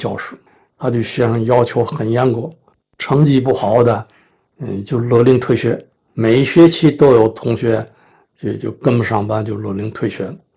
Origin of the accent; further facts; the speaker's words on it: Tianjin, China; 他知道我是天津人呢